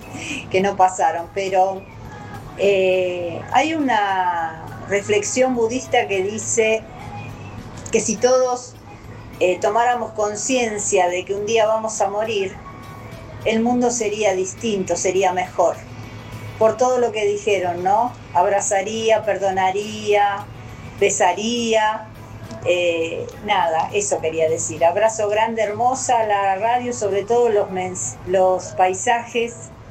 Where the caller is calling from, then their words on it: Burzaco, Buenos Aires Province, Argentina; de Bursaco.